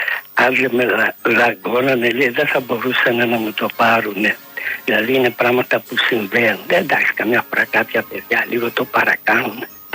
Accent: Central Macedonia, Greece; το χωριό μου από την Αριδαία είναι 6 χιλιόμετρα.

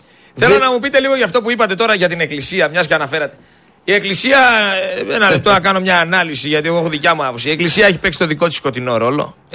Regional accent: Mytilene, North Aegean, Greece; Δηλαδή το εγώ είμαι από τη Μυτιλήνη, δεν μπορώ να βγάλω το τυρί μου να το πάω αλλού.

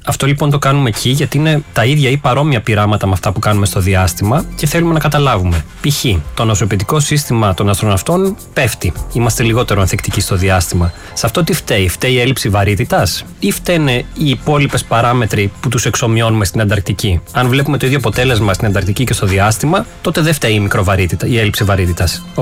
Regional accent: Larissa, Thessaly, Greece; moved away as an adult; also born or lived in Athens; Γεννήθηκα εδώ στην Αθήνα, ωστόσο γενέτειρά μου θεωρώ τη Λάρισα, δηλαδή μεγάλωσα από 0 ετών στην ουσία έως τα 18 μου στη Λάρισα.

